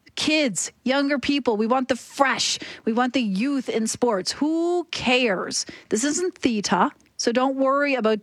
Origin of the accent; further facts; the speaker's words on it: Ontario, Canada; I grew up when there was the Sky Dome because I grew up outside Toronto.